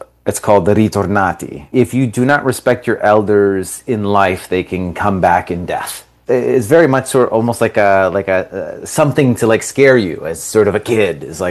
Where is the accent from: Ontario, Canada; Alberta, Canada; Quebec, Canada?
Quebec, Canada; Montreal; born there; first language Italian; English is a second language; I was born in Montreal to an Italian family. Both my parents are Italian. Italian was my first language. And I grew up in this kind of Italian bubble